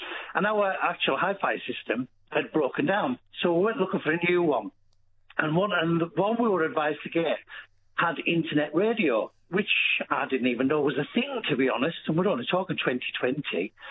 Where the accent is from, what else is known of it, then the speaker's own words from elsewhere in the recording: North West England, United Kingdom; because I'm originally from Northern England, from the west side, Cumbria, the Lake District.